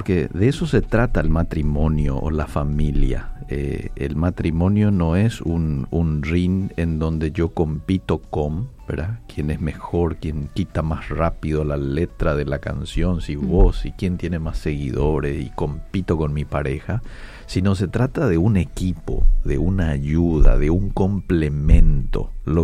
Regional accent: Paraguay; Estamos con emoción como paraguayos

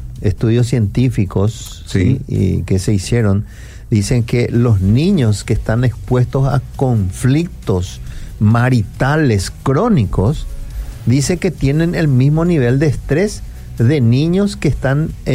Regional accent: Cuba; Yo soy cubano, chicos.

